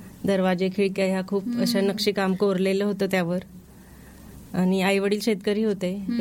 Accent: Chahardi, Maharashtra, India; माझे बालपण चोपड्या तालुक्यातील चहाडी या गावात झाले।

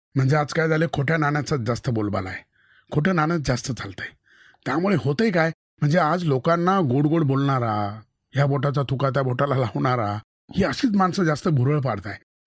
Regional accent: Gonde Dumala, Maharashtra, India; born or raised there

